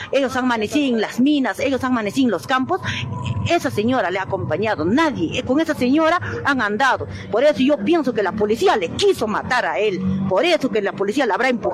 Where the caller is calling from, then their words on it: Huasahuasi, Junín, Peru; de mi pueblo, que somos nosotros, somos guasaguacinos